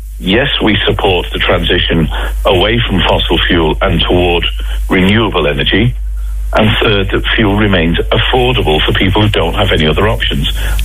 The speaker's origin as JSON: {"language": "English", "region": "County Cork", "country": "Ireland", "said": "despite my funny accent, North Cork is home for me. And my mum doesn't have any of those options around Mallow in North Cork."}